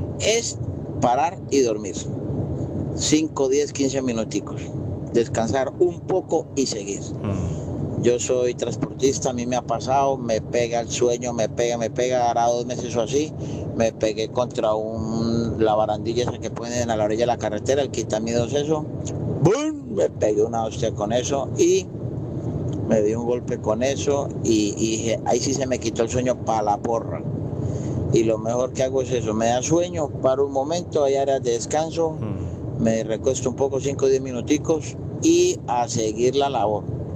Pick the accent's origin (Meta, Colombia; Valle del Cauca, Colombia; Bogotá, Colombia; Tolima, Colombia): Valle del Cauca, Colombia; Obando; Allí tengo un primo, pero yo soy del Valle. Yo soy de Obando. Un saludo muy especialmente de Obando